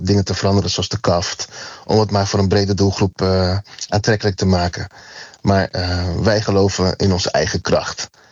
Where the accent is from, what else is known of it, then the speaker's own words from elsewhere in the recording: Netherlands; En we komen uit Nederland, Europa.